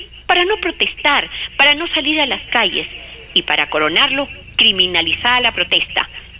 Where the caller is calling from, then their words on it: Peru; somos peruanos.